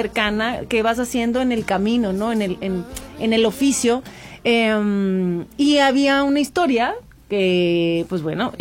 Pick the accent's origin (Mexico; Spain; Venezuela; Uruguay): Mexico; northern Mexico; como buena norteña, pues somos de frente, ¿sabes? Somos personas directas de frente.